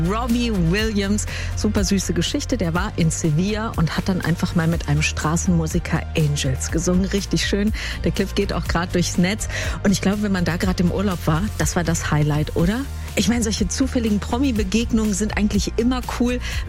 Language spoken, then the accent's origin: German; Hanover, Lower Saxony, Germany; ich komme ja aus Hannover